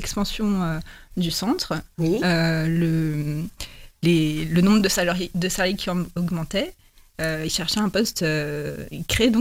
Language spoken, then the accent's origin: French; Crépy-en-Valois, Hauts-de-France, France; Et lorsque j'ai eu un enfant, j'ai eu envie de revenir vivre dans ma ville natale, en fait, Crépien-Valois.